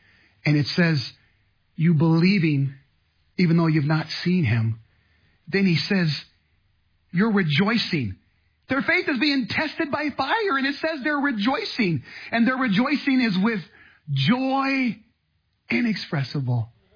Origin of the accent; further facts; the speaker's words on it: San Diego, California, United States; And we came from Encanto in San Diego.